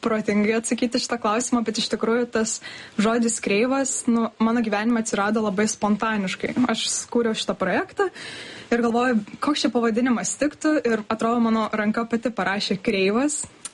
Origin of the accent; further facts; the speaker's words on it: Kaunas, Kaunas County, Lithuania; now in Vilnius, Lithuania; tai aš iš Kauno tiesiog norėjau bėgti į savo svajonių miestą